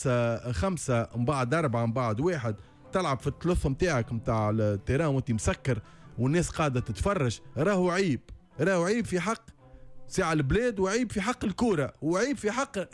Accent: Tunisia; انا كتونسي

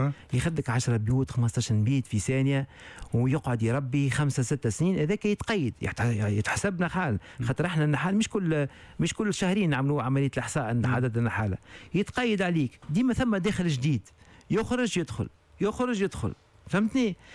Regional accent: Tunisia; عندنا في تونس

